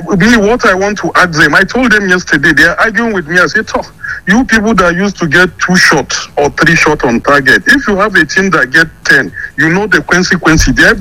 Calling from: Enugu State, Nigeria; because I'm from Enugu, I'm from Nkanu East.

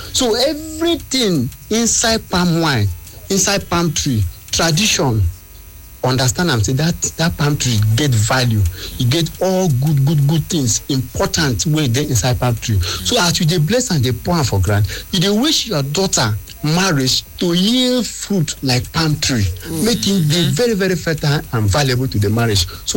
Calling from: Ebonyi, Nigeria; I come from Amasre, Afikbo, North local government area of Ebonyi State

